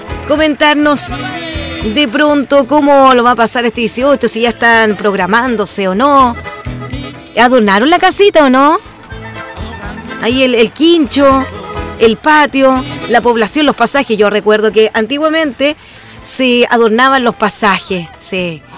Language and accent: Spanish; Chile; Que se note, pues, que somos chilenos.